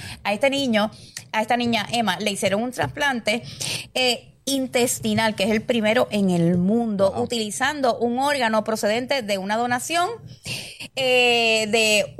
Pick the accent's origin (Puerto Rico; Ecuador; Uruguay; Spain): Puerto Rico; San Juan; also born or lived in Manatí; yo me crié en San Juan, pero en Manatí, donde eran mis papás, todo el mundo se conocía